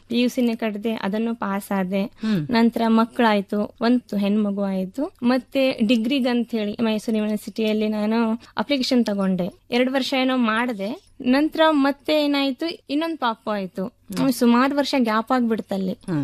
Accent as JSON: {"language": "Kannada", "region": "Karnataka", "country": "India", "tie": "born or raised there", "also_born_or_lived": "Samrani / Gundoli", "said": "ಅದು ಹಳಿಯಾಳ ತಾಲೂಕಿನಲ್ಲಿ, ಅದು ಹಳಿಯಾಳ ತಾಲೂಕಿನ ಒಂದು ಸಣ್ಣ ಗ್ರಾಮ ನಿಲ್ವಾನಿ ಅಂತ ಹೇಳಿ. ಆ ಒಂದು ಗ್ರಾಮದಲ್ಲಿ ನಾನು ಹುಟ್ಟಿದವಳು."}